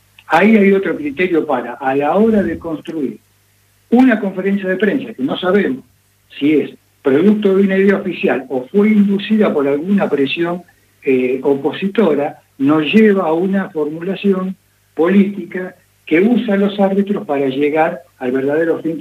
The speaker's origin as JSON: {"language": "Spanish", "country": "Argentina", "said": "Yo soy un argentino, yo soy un todo el mundo."}